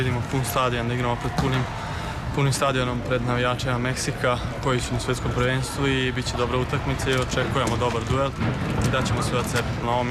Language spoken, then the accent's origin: Serbian; Serbia; mislili smo da je to kao kod nas u Srbiji, ali ovdje malo to je, mislim, na višem nivou